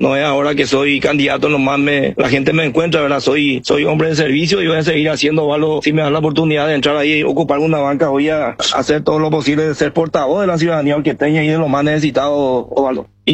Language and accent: Spanish; Quito, Pichincha, Ecuador; Somos una selección quiteña, somos gente jóvenes, profesionales, que quiere trabajar por su ciudad